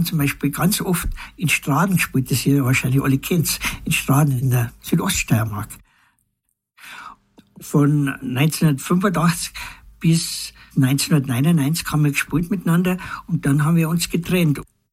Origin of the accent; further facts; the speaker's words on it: Bavaria, Germany; Ich bin ja vom Land, ich bin aus der Gegend von Wasserburg am Inn.